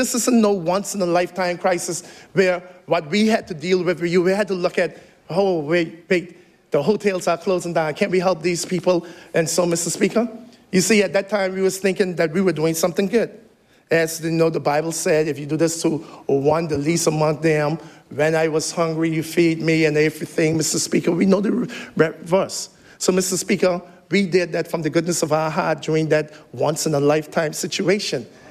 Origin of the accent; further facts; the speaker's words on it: Cockburn Town, Grand Turk, Turks & Caicos Islands; I'm from Turks and Caicos Islands, Grand Turk, Palm Grove, Grand Turk.